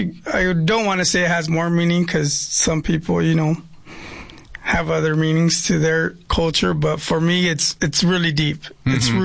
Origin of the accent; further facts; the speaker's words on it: Los Angeles, California, United States; I grew up in Highland Park, Northeast Los Angeles.